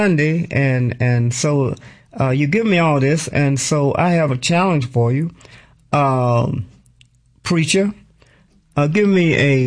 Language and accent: English; Garland, North Carolina, United States; I'm from Garland, North Carolina. One of our closest big cities is Charlotte.